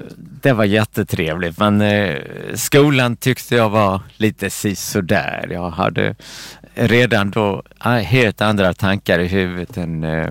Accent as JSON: {"language": "Swedish", "town": "Skövde", "region": "Västra Götaland County", "country": "Sweden", "tie": "born or raised there", "also_born_or_lived": "Trosa", "said": "Och sen får min pappa jobb i Västergötland, i Skövde. Vi kom 1957, om jag kommer ihåg rätt. Och där växte jag upp och går i skolan. På Eriksdalsskolan i Skövde."}